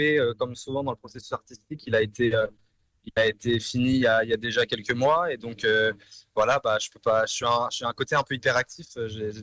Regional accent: France; moved away as an adult; now in Montreal, Canada; Ouais, ça fait 10 ans que je suis à Montréal, mais étant d'origine française, je me permets de faire ces allers-retours.

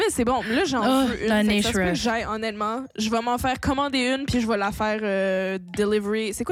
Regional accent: Quebec, Canada; Je suis québécoise.

